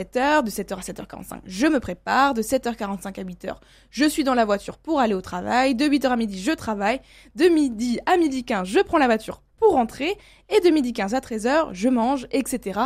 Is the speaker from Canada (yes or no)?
no; France; Mais nous sommes français. Nous faisons partie de ces personnes sur cette planète à chérir la nourriture.